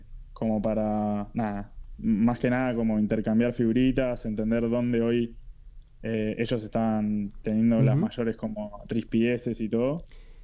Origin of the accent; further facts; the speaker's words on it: Buenos Aires, Argentina; somos de Buenos